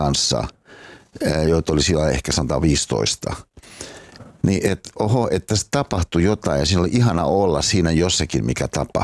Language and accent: Finnish; Hyvinkää, Uusimaa, Finland; born there; moved away